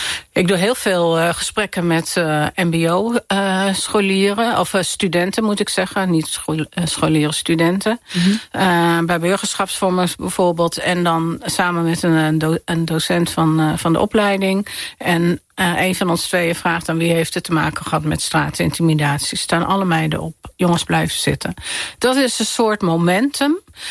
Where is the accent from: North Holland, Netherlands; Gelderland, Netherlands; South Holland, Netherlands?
North Holland, Netherlands; Amsterdam; born or raised there